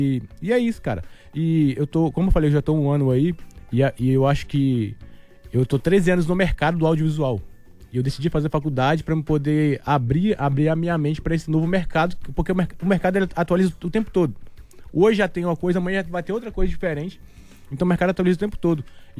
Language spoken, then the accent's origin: Portuguese; Minas Gerais, Brazil; moved away; E assim, eu não sou daqui, né? Eu sou de Minas Gerais.